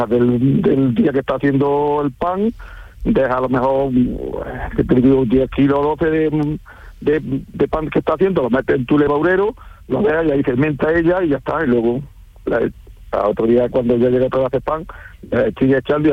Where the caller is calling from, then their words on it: Montejícar, Andalusia, Spain; Aquí en la panadería. Estoy en Montejica, Granada.